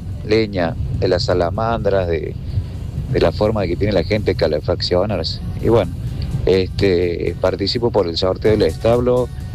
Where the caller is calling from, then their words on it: Cosquín, Córdoba, Argentina; vivo en Cosquín.